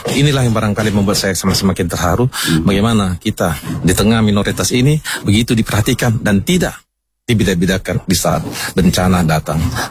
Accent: Aceh, Indonesia; also born or lived in Medan; Karena selain saya lahir di Medan, di Tapanuli, tapi saya besar di Aceh ini, khususnya di Kota Luxmai.

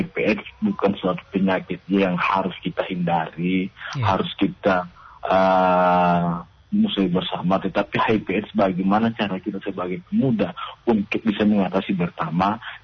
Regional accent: Tapa District, Gorontalo, Indonesia; di kampung halaman saya, di Kecamatan Tap, apalagi di Kabupaten Bandar Belango.

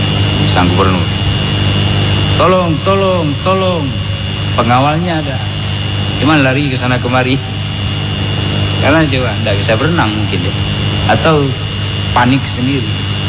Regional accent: Aceh, Indonesia; dipok-pok bahasa kita orang Aceh, tertidur istri.

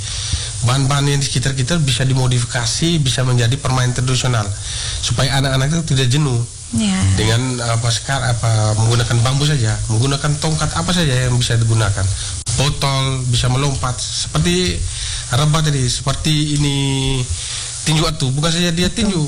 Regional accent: Flores, East Nusa Tenggara, Indonesia; kita orang Flores

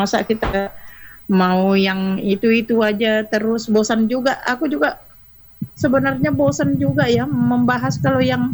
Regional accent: Makassar, South Sulawesi, Indonesia; Sulawesi kamu bilang aku enggak mau, aku bukan orang Bugis. Aku orang Makassar.

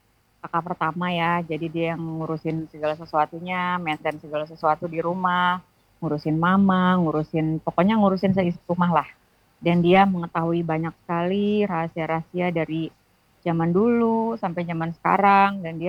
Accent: Eastern Indonesia, Indonesia; asli Tikur juga, Papua, Ambon gitu ya.

